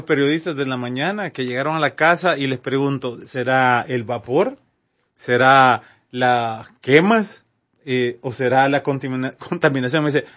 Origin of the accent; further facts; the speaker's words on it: Tegucigalpa, Francisco Morazán, Honduras; no estoy hablando mal de mi pueblo, porque mi ciudad Tegucigalpa yo la adoro, aquí me muevo yo como en mi casa.